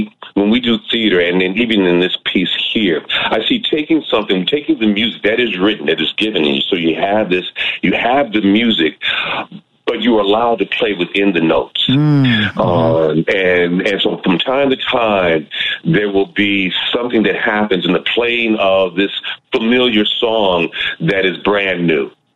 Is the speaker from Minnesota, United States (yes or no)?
no; Detroit, Michigan, United States; born and raised in Detroit